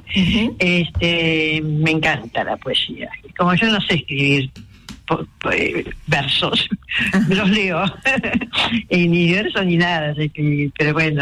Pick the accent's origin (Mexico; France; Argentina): Argentina; Villa Ballester, Buenos Aires Province; Yo soy de Villa Ballester.